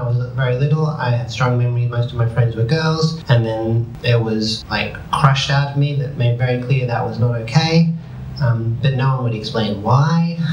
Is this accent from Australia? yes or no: yes; Australia; also born or lived in England; I think growing up, the main way it affected me was that I was born in England and came to Australia, and I was born a boy but didn't feel like a boy.